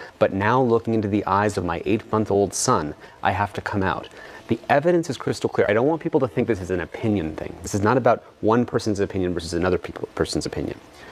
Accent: Silicon Valley, California, United States; I'm from Silicon Valley, I know the people building this technology

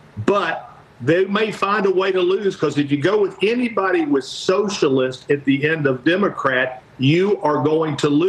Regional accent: Kentucky, United States; I'm from Kentucky

